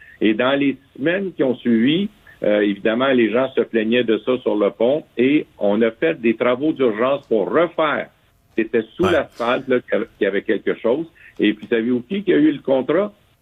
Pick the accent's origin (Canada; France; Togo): Canada; Montreal, Quebec; Je suis un Montréalais dans l'âme. Je connaissais Montréal.